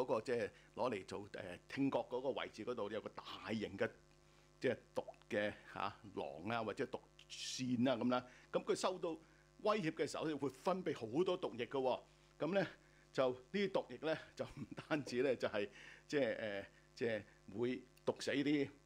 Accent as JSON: {"language": "Cantonese", "country": "China", "said": "我哋中國人咧中意食田雞啦"}